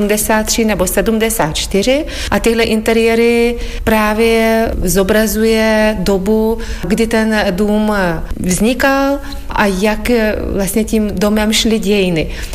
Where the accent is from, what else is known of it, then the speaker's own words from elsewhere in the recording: Lithuania; born there; accent: Lithuanian; Czech is a second language; moved away as an adult; now in Czech Republic; Ja som sa narodila v Litvě a do Československa tehdy som přijela v roce 92, protože jsem se chystala na přijímací zkoušky na právnickou fakultu Univerzity Karlovy, takže mluvím česky, ale samozřejmě s litevským přízvukem